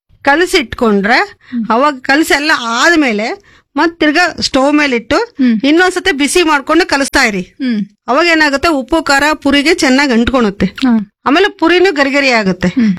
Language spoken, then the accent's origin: Kannada; Raichur, Karnataka, India; basically ನಾನ್ ಬಂದು ರಾಯಚೂರ್ ಕಡೆಯವಳು